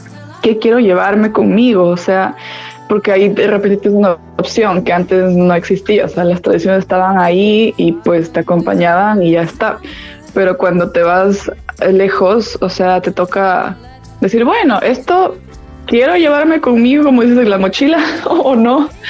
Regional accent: Quito, Pichincha, Ecuador; moved away as an adult; also born or lived in Venezuela; now in Glasgow, United Kingdom; Soy una cantautora y artista musical de Quito. Yo crecí en Quito. Nací en Venezuela, pero bueno, mi familia es muy internacional, entonces a veces es como una cosa un poco compleja explicar de dónde soy. Y estoy basada en Escocia, en Glasgow.

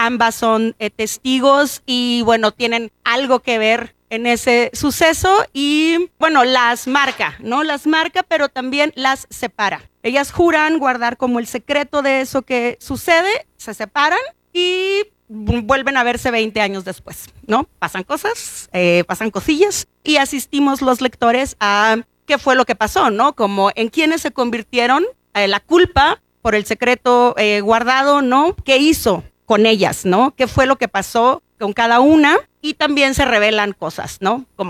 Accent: Mexicali, Baja California, Mexico; porque soy norteña transfronteriza, porque soy de Mexicali

